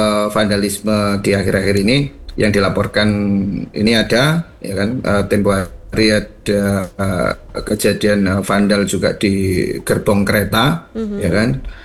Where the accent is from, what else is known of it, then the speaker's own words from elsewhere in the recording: Malang, East Java, Indonesia; Saya sendiri warga Kota Malang